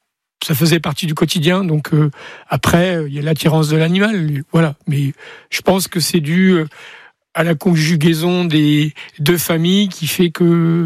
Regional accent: Crans, Valais, Switzerland; Parce que je suis né et élevé à Cran

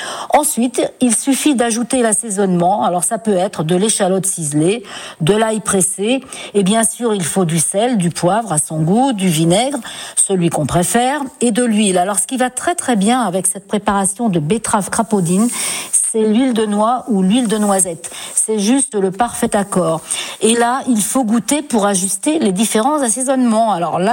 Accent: Nouvelle-Aquitaine, France; chez nous, en Charente-Maritime, en Haute-Saintonge

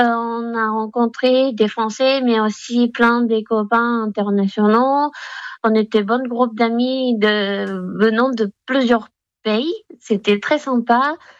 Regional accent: Shizuoka, Japan; French is a second language; also born or lived in Osaka; now in Limoges, France; je viens de Japon, je suis née à Osaka, c'est la deuxième grande ville de Japon. Après, toute petite, j'ai déménagé à Shizuoka. C'est vraiment au pied de Mont Fuji

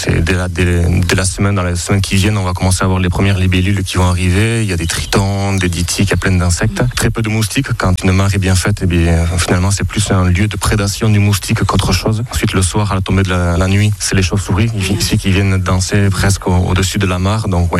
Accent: Ustaritz, Nouvelle-Aquitaine, France; j'ai 36 ans et je viens d'Ustaritz.

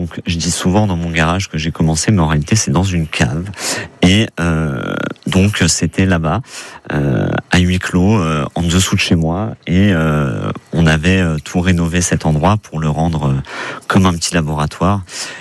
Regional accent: Marignier, Auvergne-Rhône-Alpes, France; Je suis originaire de la vallée de l'Arve. J'ai grandi une grande partie de ma vie à Marigny.

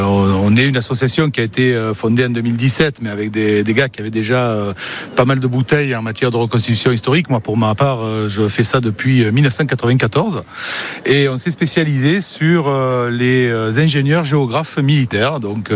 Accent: Marseille, Provence-Alpes-Côte d'Azur, France; Moi-même, je viens de Marseille.

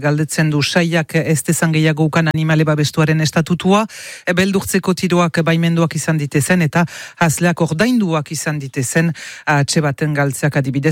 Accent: Basque Country, France; y compris chez nous au Pays Basque.

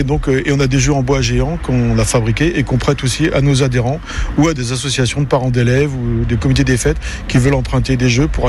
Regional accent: Normandy, France; comme on est normand

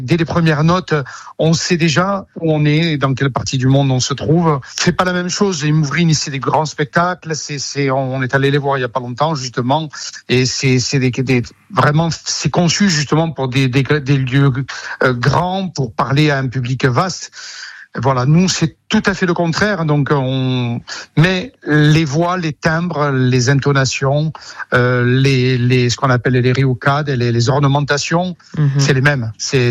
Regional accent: Corsica, France

